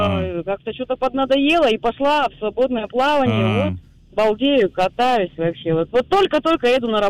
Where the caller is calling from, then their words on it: Surgut, Khanty-Mansi Autonomous Okrug, Russia; Да, конечно, не из Москвы, я из Сургута, Ханты-Мансийский